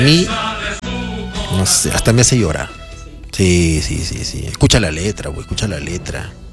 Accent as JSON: {"language": "Spanish", "country": "Peru", "said": "Me siento más peruano que la papa. Más peruano que Machu Picchu."}